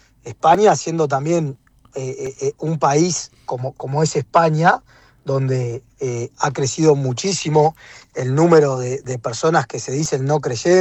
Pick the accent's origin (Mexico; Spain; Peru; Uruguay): Uruguay